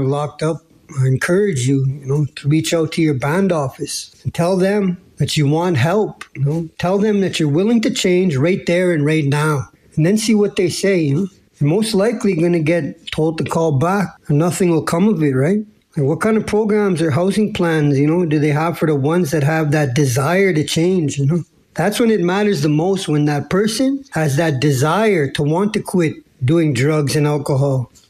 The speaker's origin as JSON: {"language": "English", "town": "Saskatoon", "region": "Saskatchewan", "country": "Canada", "moved": "yes", "lives_now": "North Battleford, Canada", "said": "because I'm from Saskatoon"}